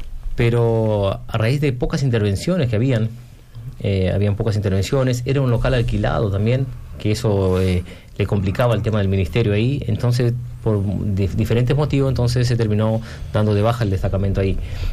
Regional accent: Rivera, Uruguay; moved away as an adult; also born or lived in Montevideo / Pando; now in Tacuarembó, Uruguay; si bien soy de Rivera

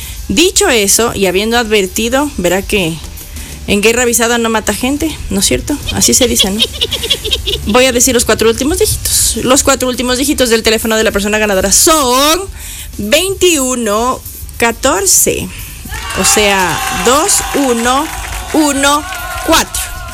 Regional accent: Ecuador; así somos los ecuatorianos

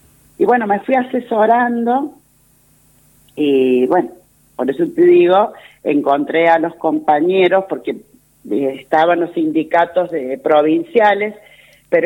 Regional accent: San Juan, Argentina; moved away as an adult; now in Chubut, Argentina; yo soy de San Juan, pero hace más de 21 años que vivo acá en la Patagonia, en Chubut.

